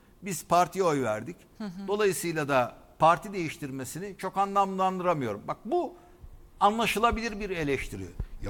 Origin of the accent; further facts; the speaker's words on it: Balıkesir, Turkey; bizim köyde Balıkesir'de kahve 20 lira, çay 20 lira kardeşim.